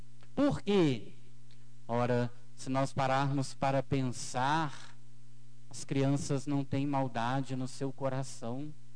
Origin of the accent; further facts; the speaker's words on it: Santos Dumont, Minas Gerais, Brazil; Sou filho desta terra, desta cidade. Sou natural aqui de Santos Dumont. Moro lá em Dores do Paraibuna, distrito aqui de Santos Dumont